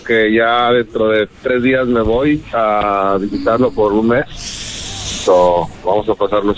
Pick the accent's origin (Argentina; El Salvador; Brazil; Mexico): Mexico; Aguascalientes; moved away; Voy a Querétaro y a Aguascalientes, a mi ciudad natal.